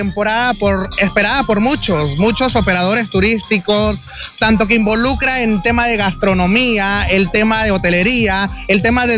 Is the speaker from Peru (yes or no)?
yes; Tumbes, Peru; nuestra región de Tumbes